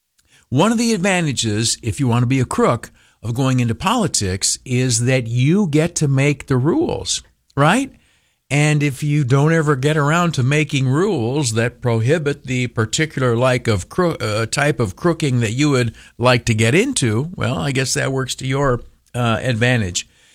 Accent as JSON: {"language": "English", "town": "New York City", "region": "New York", "country": "United States", "said": "You're only questioning me because I am a Democrat from New York City."}